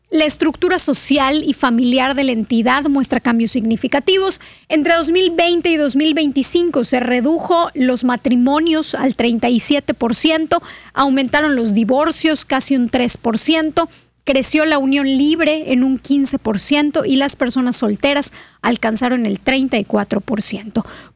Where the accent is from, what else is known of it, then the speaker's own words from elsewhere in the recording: Yucatán, Mexico; todavía somos más los yucatecos